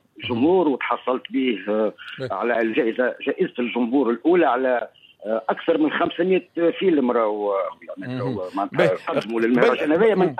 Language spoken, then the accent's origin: Arabic; Tunisia; وأنت كتونسي غير قادر أنك تشري أن كونت برو.